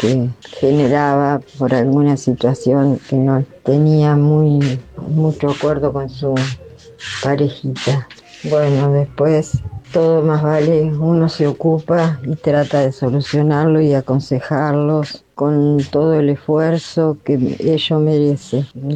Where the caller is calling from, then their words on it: Lincoln, Buenos Aires Province, Argentina; desde Lincoln